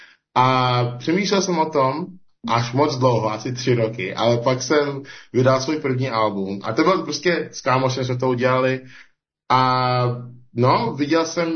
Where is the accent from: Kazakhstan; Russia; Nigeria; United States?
Nigeria; Czech is a second language; now in Czech Republic; jsem z Nigérie a člověk z Nigérie žije v České republice